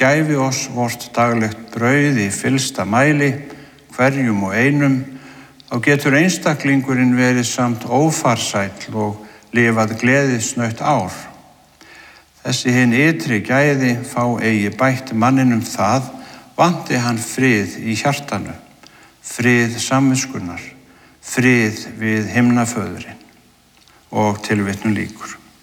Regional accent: Siglufjörður, Northeastern Region, Iceland; born or raised there

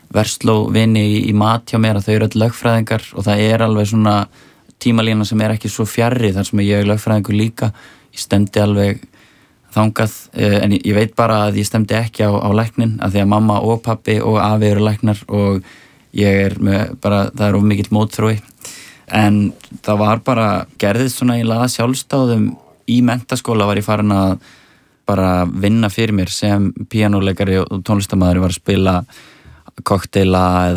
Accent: Reykjavík, Capital Region, Iceland; svo er ég náttúrulega alveg upp í Árbæ þannig að … voru miklar hetjur og svona þetta íslenska rap svona í kringum hrunið.

